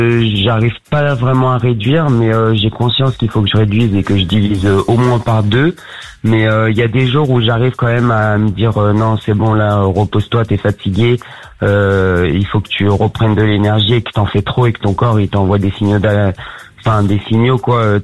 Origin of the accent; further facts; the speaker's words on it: Auvergne-Rhône-Alpes, France; Moi, je viens du côté de Lyon.